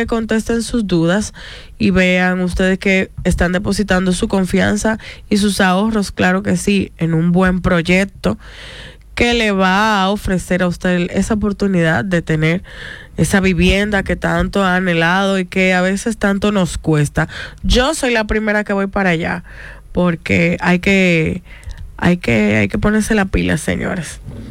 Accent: Dominican Republic

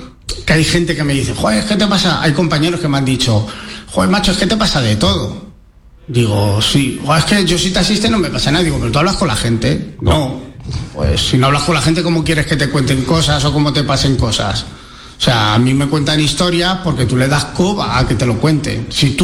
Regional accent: Madrid, Community of Madrid, Spain; yo soy madrileño, he conducido desde los 18 años por Madrid.

